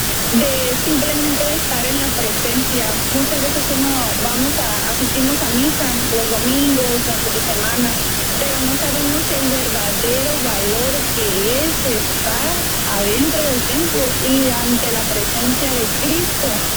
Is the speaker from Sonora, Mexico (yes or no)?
yes; Navojoa, Sonora, Mexico; now in Mexicali, Mexico; Soy originaria de Navojoa, Sonora, pero vivo en Mexicali. Ahí residía mi papá, mi esposo, todos ahí estamos. Tenemos 3 años viviendo.